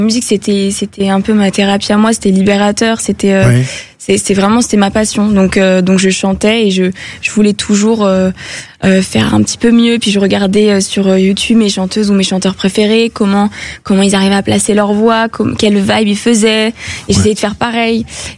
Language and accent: French; Île-de-France, France; J'ai grandi en région parisienne.